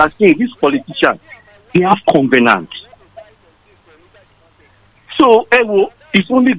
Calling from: Lagos, Nigeria; from Ojota.

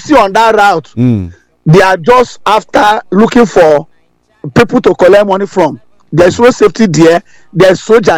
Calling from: Lagos, Nigeria; I'm calling from Ikoyi.

